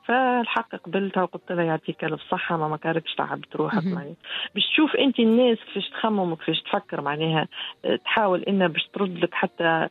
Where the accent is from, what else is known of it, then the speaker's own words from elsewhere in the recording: Tunisia; شوف تونس نقول لهم أنا راهو تونسي حنين وكريم